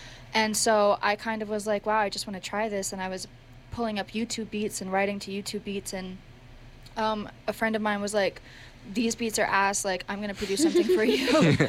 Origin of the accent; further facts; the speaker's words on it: Sudan; moved away; I'm from Sudan originally